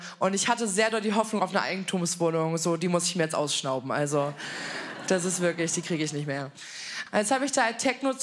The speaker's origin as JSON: {"language": "German", "region": "Berlin", "country": "Germany", "said": "ich komme offensichtlich aus Berlin"}